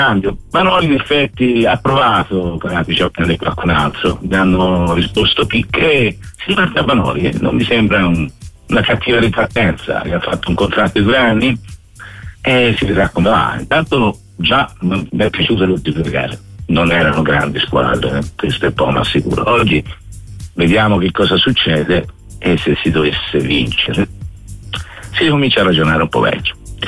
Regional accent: Florence, Tuscany, Italy; born there; now in Bari, Italy; Io sono fiorentino, ma sto da parecchi anni qua a Bari e continuo ad essere tifoso Viola, rimarrò tifoso Viola, continuo, sono abbonato

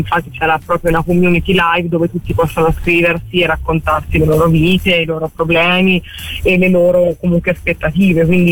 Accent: Florence, Tuscany, Italy; nel senso che io sono cresciuta a Firenze e io volevo finire la carriera a Firenze

